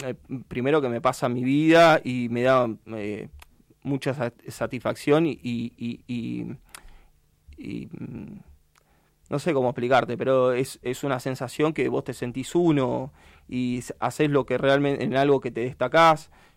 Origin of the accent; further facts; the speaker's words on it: Isla Jordán, Argentina; yo vengo de la Isla Jordán, papá